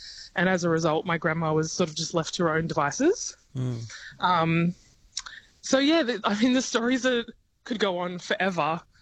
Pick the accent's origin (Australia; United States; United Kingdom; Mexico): Australia; for me, especially being from a mixed migrant background, it's always been about, you know, who am I as an Australian